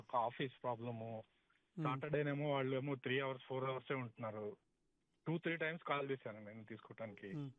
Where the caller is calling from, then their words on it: Hyderabad, Telangana, India; Madam, నేను హైదరాబాద్ మదీనాగూడ నుంచి మాట్లాడుతున్నా మేడం.